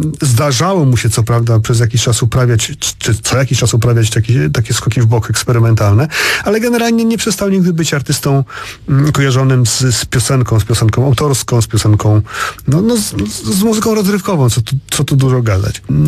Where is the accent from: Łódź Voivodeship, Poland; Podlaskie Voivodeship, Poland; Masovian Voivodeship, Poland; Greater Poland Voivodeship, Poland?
Masovian Voivodeship, Poland; Warsaw